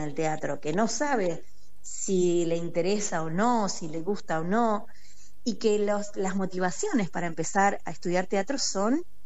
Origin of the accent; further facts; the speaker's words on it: Gonzales Chaves, Buenos Aires, Argentina; moved away as an adult; now in La Plata, Argentina; yo no soy de acá de La Plata, yo soy de González Chávez, así que llegué en mi momento para estudiar fonoaudiología.